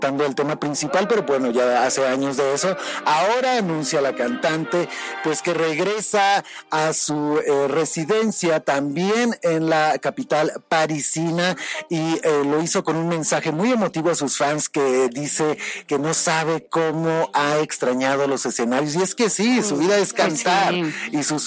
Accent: Guadalajara, Jalisco, Mexico; Mande sin mi tierra, Guadalajara, soy tapatío porque un ojo me baila y el otro me zapatea.

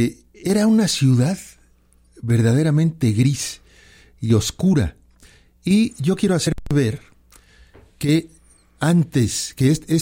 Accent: Mexico; moved away as an adult; yo hace 20 y tantos años que no vivo en México y voy regresando

